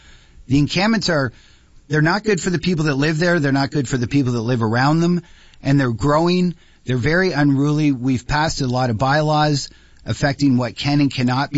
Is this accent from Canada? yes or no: yes; Chatham-Kent, Ontario, Canada; I am born and raised in Chatham-Kent, married for 30 years to Joanne, and we have raised 5 children in Chatham-Kent.